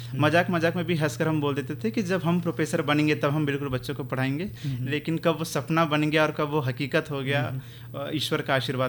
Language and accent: Hindi; Ukwa, Madhya Pradesh, India; मैं मध्य प्रदेश के बालाघाट जिले के एक सुंदर से पहाड़ी गांव उकवा का निवासी हूं, जो अपने मैगनीज उत्पादन के लिए अत्यंत प्रसिद्ध है